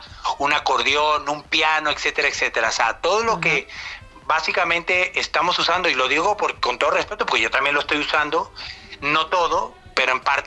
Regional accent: Venezuela; born there; moved away; also born or lived in Mexico; nací en Venezuela, soy venezolano de nacimiento, pues vamos, mi tierra es y será siempre mi tierra.

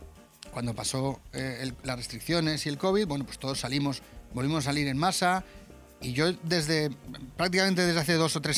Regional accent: Benidorm, Valencian Community, Spain; born there; Yo, como he dicho, soy de Benidorm, nací en Benidorm, vivo en Benidorm, disfruto de Benidorm y amo y siento una pasión tremenda por mi ciudad

